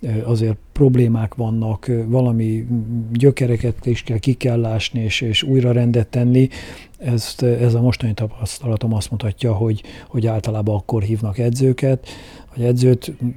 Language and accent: Hungarian; Kecskemét, Bács-Kiskun, Hungary; a kecskeméti lakosokra, nem csak azért, mert itt születtem ugye a városközpontba, itt nőttem föl egyik városrészbe, ugye a Széchenyi városba